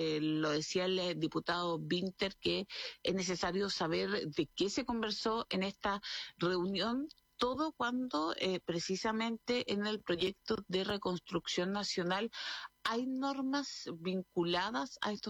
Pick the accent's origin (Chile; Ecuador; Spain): Chile